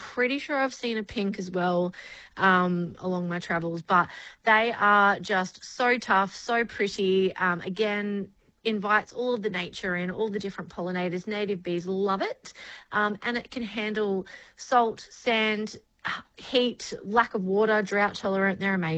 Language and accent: English; Queensland, Australia; born there; moved away; I'm a Queenslander.